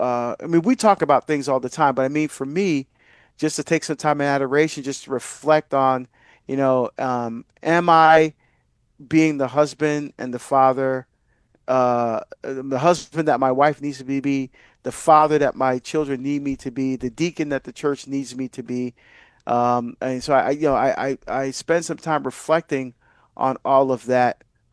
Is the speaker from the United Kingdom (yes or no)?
no; Barbados; moved away; I'm from Barbados, and I'm getting a chance to go home and visit family. Most of my family are still there.